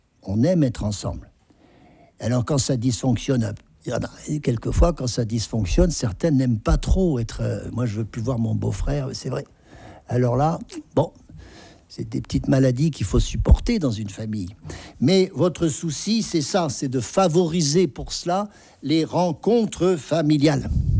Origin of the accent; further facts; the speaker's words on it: France; Alors, je sais bien, les Français, on aime bien manger, mais quand même.